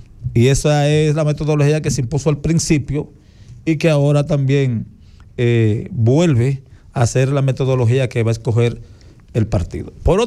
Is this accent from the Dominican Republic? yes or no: yes; Dominican Republic; somos dominicanos todos